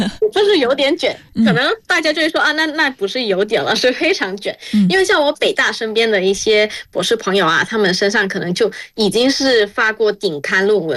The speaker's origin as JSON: {"language": "Chinese", "country": "Malaysia", "tie": "born or raised there", "moved": "yes", "lives_now": "China", "said": "那相较马来西亚呢，我们其实教育氛围会更强调多元跟平衡，因为我们有三大民族嘛，那我们在这个多元的环境中长大，我们有不一样的语言"}